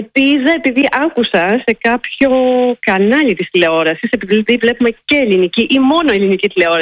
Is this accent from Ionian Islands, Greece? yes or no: no; Xylokastro, Peloponnese, Greece; moved away; Από το Ξυλόκαστρο.